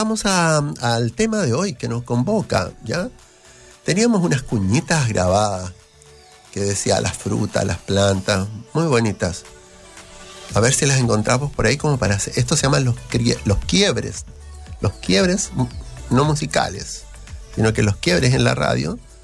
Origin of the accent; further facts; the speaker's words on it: Valparaíso, Chile; Como porteña, ¿ya? Bueno, y lo encuentra en todos lados, en realidad, Bicolon.